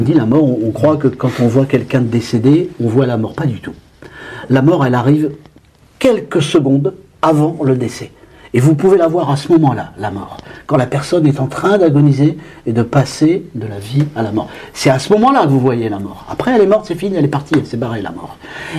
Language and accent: French; Hauts-de-France, France; born or raised there